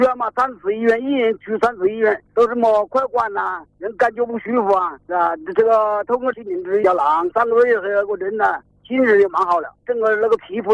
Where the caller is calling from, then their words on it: Honghu, Hubei, China; 我是洪湖的，洪湖大沙湖农场的。